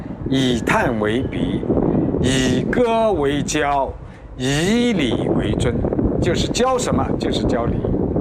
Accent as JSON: {"language": "Chinese", "town": "Wuxi", "region": "Jiangsu", "country": "China", "said": "由于我们无锡人百博同音"}